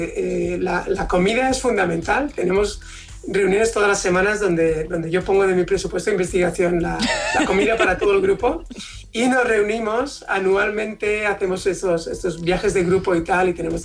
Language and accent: Spanish; Valencian Community, Spain; como buen valenciano nos tenemos que corregir y puntualizar mucho. No, no, mi paella es una paella valenciana